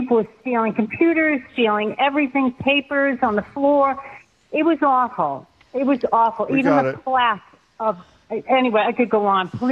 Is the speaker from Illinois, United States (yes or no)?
no; Milton, Massachusetts, United States; I grew up in Milton.